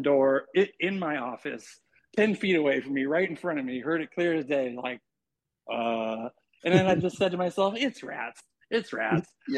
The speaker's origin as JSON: {"language": "English", "town": "Chehalis", "region": "Washington", "country": "United States", "tie": "born or raised there", "said": "I just moved back to Washington. I am a Washington native, born and raised in Chehalis."}